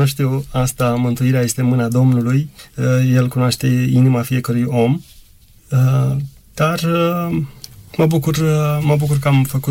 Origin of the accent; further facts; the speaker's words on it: Cleja, Bacău County, Romania; la noi în sat, la Cleja.